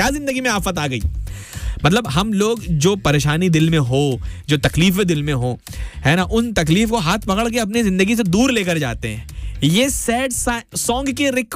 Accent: Basti, Uttar Pradesh, India; आगे भाई हम बस्ती से हैं, ओ फैजाबाद और बस्ती में ज़्यादा टाइम ज़्यादा दूर नहीं है।

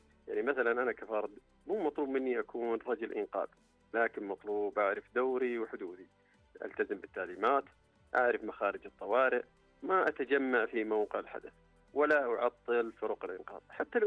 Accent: Saudi Arabia; وعندنا في المملكة العربية السعودية مثال واضح على فكرة الاستعداد قبل الحدث

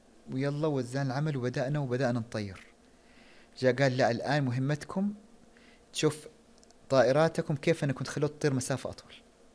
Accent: Saudi Arabia; moved away as an adult; قال لي أنت من فين؟ قلت له من السعودية.

